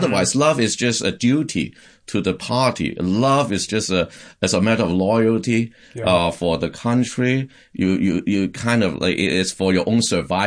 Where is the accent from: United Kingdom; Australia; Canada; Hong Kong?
Hong Kong; first language Cantonese; English is a second language; now in Boston, United States; And by the time I got to a college, here in Boston, I grew up in Hong Kong, so we speak Cantonese dialect